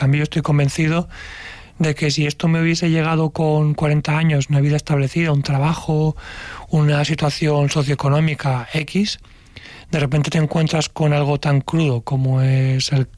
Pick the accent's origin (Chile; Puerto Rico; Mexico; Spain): Spain; Valencia, Valencian Community; yo soy de Valencia, aquí en Valencia